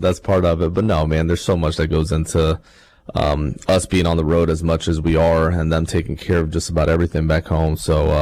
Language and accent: English; Miami, Florida, United States; from where we grew up in Miami